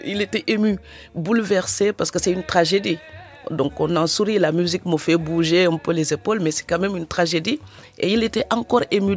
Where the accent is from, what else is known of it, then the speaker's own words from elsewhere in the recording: Niodior, Fatick, Senegal; born there; sur les îles. Oui, à Niodior.